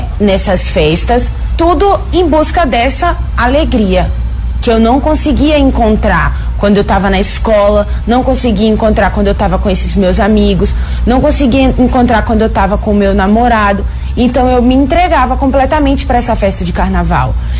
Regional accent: Salvador, Bahia, Brazil; por ser uma cultura aqui da cidade de onde eu nasci, que é Salvador, Bahia.

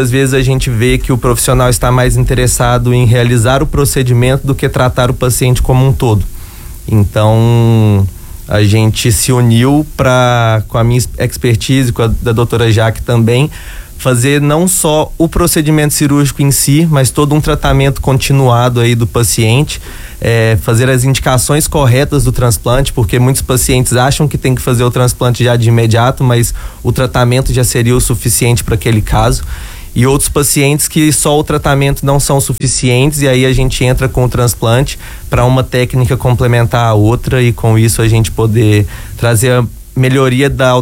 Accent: Belo Horizonte, Minas Gerais, Brazil; born there; moved away as an adult; now in Blumenau, Brazil; Eu sou mineiro, nascido em Belo Horizonte, já estou aqui em Blumenau há um ano e pouco.

